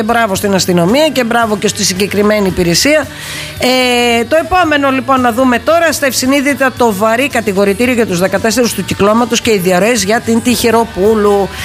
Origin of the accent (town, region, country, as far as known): Greece